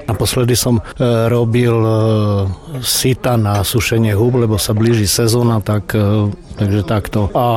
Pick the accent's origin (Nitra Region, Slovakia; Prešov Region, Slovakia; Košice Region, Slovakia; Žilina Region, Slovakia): Prešov Region, Slovakia; Prešov; som z Prešova.